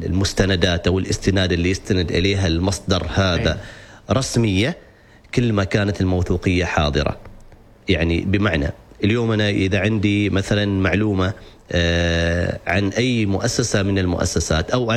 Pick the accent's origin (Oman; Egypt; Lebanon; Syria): Oman; عندنا في سلطنة عمان،